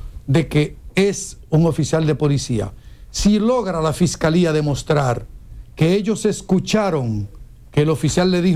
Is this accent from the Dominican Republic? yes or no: yes; Dominican Republic